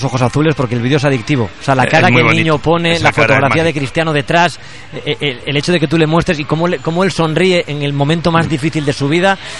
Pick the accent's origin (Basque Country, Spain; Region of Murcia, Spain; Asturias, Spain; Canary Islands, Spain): Asturias, Spain; Como español, como asturiano, es un placer conocerte, es un placer saludarte.